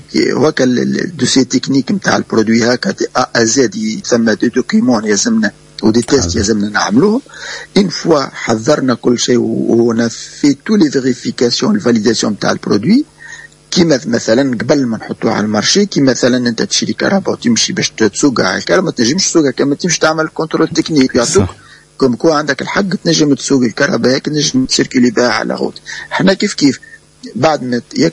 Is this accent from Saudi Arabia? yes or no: no; Tunisia; moved away; أنا الوحيد تونسي